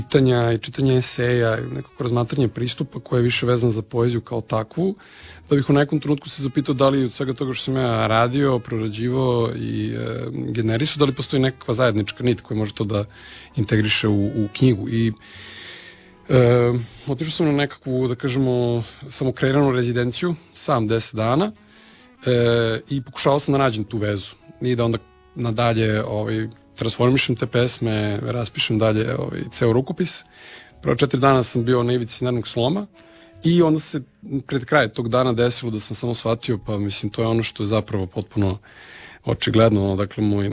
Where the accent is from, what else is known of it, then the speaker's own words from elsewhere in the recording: Novi Sad, Vojvodina, Serbia; born there; iako jesam rođen u Srbiji, neko koji pripadam, iako sam rođen u Novom Sadu zapravo